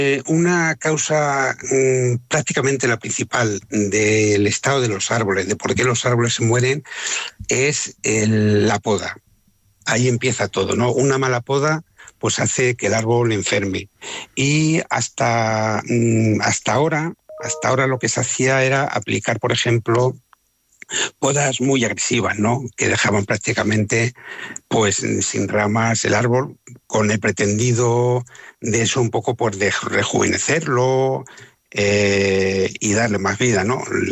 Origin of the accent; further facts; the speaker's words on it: Campo de Criptana, Castilla-La Mancha, Spain; yo me he dedicado exclusivamente a Campo de Cristana, que es mi pueblo